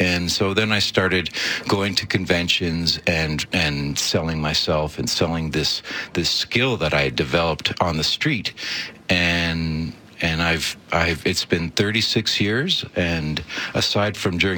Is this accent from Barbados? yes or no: no; Ottawa, Ontario, Canada; Well, I grew up in Ottawa, and I started playing guitar at a very early age.